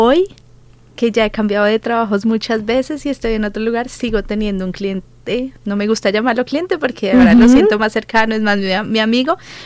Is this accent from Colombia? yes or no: yes; Bogotá, Colombia; moved away as an adult; now in Australia; yo soy de Colombia, de Bogotá, llegué a Australia en noviembre, este año completo 4 años.